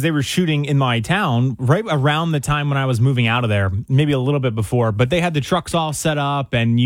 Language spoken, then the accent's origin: English; Chesterfield, New Jersey, United States; born or raised there